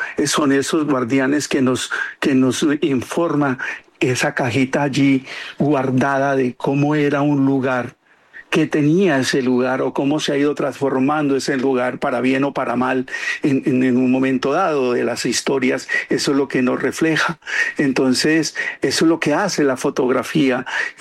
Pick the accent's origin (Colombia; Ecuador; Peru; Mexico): Colombia; Mercaderes, Cauca; Yo soy de Mercaderes Cauca, del municipio, en la parte sur del departamento del Cauca. Eso es el gran macizo colombiano, parte del gran macizo colombiano, entonces soy de allá.